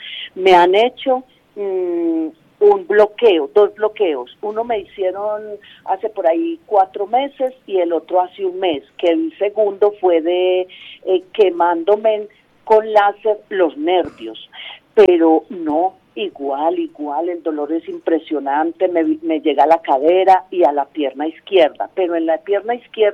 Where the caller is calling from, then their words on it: Sabaneta, Antioquia, Colombia; Sí, vivo en Sabaneta.